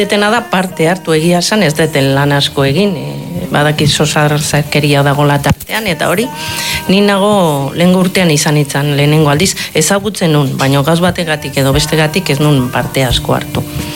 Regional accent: Aldaba, Basque Country, Spain; gero ni Aldaban jaioa naiz, Aldaban bizitun izan 14 urte.

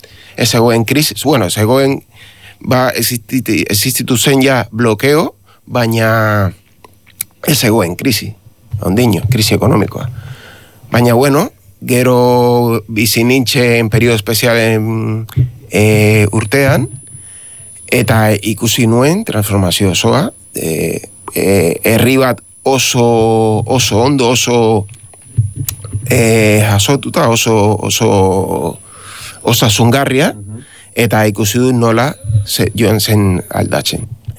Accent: Cuba; Basque is a second language; Bai, ni jaio nintzen iraultzaren barruan, nire gurasoak izan dira, bueno, familia oso humilde bat, nire aita zen irakaslea, Kuba, bueno, institutoko irakaslea

